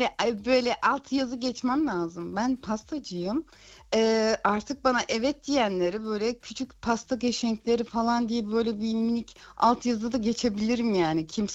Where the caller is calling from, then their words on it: Berlin, Germany; Ben sizi Berlin'den arıyorum.